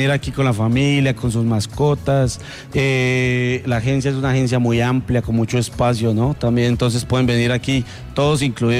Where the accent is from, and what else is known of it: Bogotá, Bogotá Capital District, Colombia